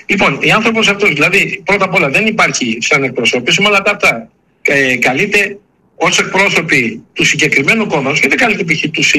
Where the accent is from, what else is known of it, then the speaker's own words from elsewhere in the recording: Florina, Western Macedonia, Greece; now in Athens, Greece; Λοιπόν, θυμάμαι όταν ήμουν από τη Φλόρινα